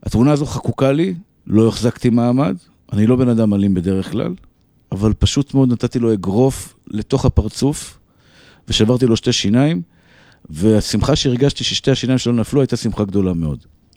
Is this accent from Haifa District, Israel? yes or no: no; Tel Aviv, Tel Aviv District, Israel; כשהייתי ילד גרתי בשכונת התקווה, והיו שם אנשים טובים, צדיקים, מתוקים, אהובים, וגם כאלה לא כל כך טובים.